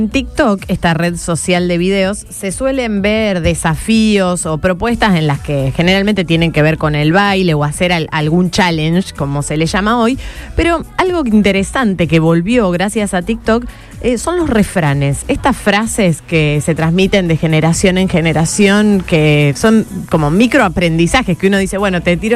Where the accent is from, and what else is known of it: Rosario, Santa Fe, Argentina